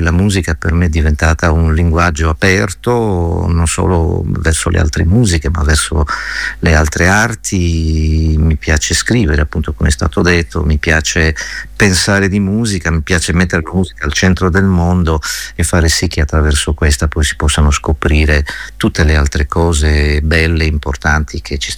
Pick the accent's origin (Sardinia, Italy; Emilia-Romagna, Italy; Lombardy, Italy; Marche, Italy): Sardinia, Italy; Berchidda; io vengo dalla Sardegna, ma insomma ormai questo è risaputo, da un piccolo paesino che si chiama Berchidda, provincia di Sassari, al confine tra il Logudoro e la Gallura, figlio di pastori e di contadini